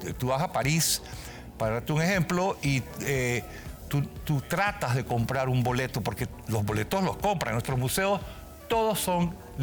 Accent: Panama; Mí, como panameño, como amante de la cultura y la historia, va a ser verdaderamente un gran honor.

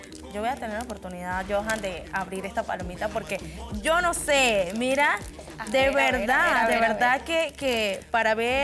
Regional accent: Panamá Oeste, Panama; yo soy de Oeste.

